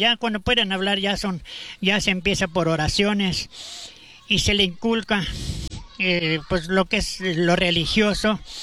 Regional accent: Chihuahua, Mexico; el mexicano, ahorita somos mexicanos, pero el mexicano de aquí, desde antes de los menonitas, es muy trabajador.

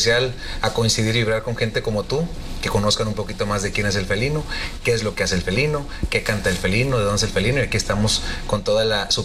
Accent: Mazatlán, Sinaloa, Mexico; Fíjate que principalmente yo vibraba desde muy pequeño la música sinaloense. Soy de Mazatlán, la banda finalmente tú creces con el sonido de banda. Tú vas a Mazatlán y la banda se escucha por todos lados.

